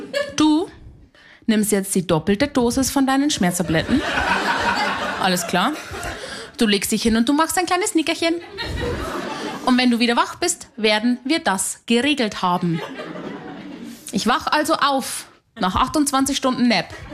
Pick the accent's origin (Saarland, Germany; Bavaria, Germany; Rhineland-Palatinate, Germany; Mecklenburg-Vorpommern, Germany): Bavaria, Germany; Haunersdorf; moved away; Ich bin aus einem sehr, sehr kleinen Ort in Niederbayern. Ich bin aus Haunersdorf bei Simbach, bei Landau an der Isar. Das sind 3 Orte und ein Fluss und ihr wisst nicht grob, wo das ist. Da bin ich her, da wohnen 500 Menschen